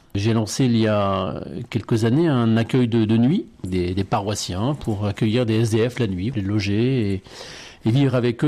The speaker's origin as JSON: {"language": "French", "town": "Blois", "region": "Centre-Val de Loire", "country": "France", "tie": "born or raised there", "also_born_or_lived": "Bayeux, Normandy", "moved": "as an adult", "lives_now": "Saintes, France", "said": "Alors je suis normand, je suis né dans le Calvados à Bayeux. Je suis fils unique, j'ai vécu une grande partie de mon enfance et de mon adolescence à Blois, dans une famille catholique et pratiquante."}